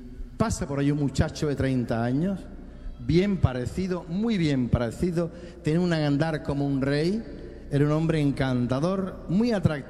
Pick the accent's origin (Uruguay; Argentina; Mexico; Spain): Spain; Y yo vengo aquí, vengo de España, no sé si me vais a entender.